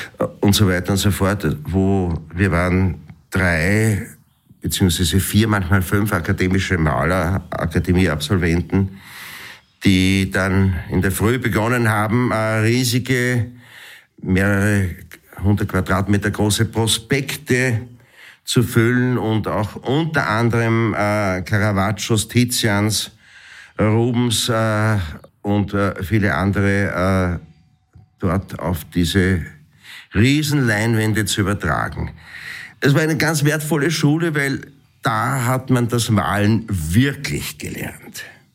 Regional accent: Schärding, Upper Austria, Austria; moved away as an adult; also born or lived in Gmunden; das wurde ja schon bereits erwähnt. Ich wurde 1962 in Scherding am Inn geboren, also sehr weit weg vom Burgenland. War 9 Jahre Scherding, Volksschule und so weiter.

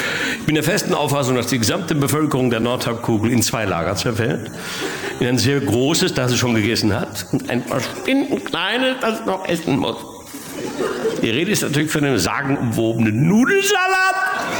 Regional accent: North Rhine-Westphalia, Germany; Jetzt komme ich aus dem Ruhrgebiet

